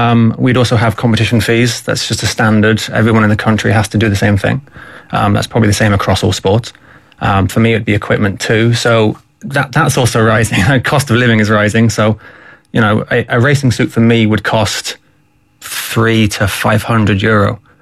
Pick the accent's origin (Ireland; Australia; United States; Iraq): Ireland